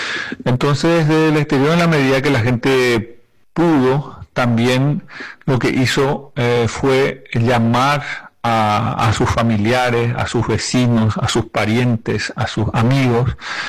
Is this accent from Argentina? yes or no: no; Paraguay; now in Alicante, Spain; como paraguayo en el exterior